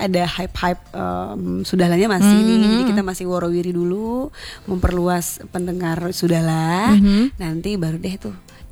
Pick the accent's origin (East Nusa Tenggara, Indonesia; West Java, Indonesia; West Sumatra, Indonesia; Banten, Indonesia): West Sumatra, Indonesia; Padang; Tapi gak menutup kemungkinan kita sebagai orang Minang Padang legasinya apa nih